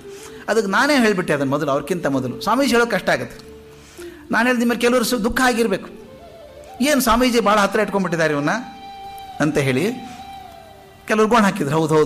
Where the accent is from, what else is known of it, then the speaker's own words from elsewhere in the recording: South India, India; ನಾನು ದಕ್ಷಿಣದವನು